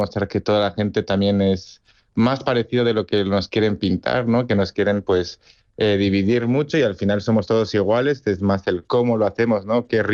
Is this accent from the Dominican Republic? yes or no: no; La Alberca, Castile and León, Spain; con mi pueblo en la alberca, al lado de Salamanca